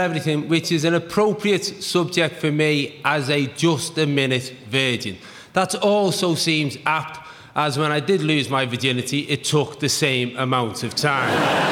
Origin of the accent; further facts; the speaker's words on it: Liverpool, North West England, United Kingdom; I'm from Liverpool.